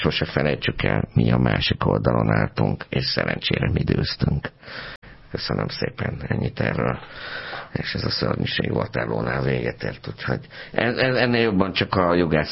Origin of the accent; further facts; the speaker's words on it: Pécs, Baranya, Hungary; Tudod, én pécsi vagyok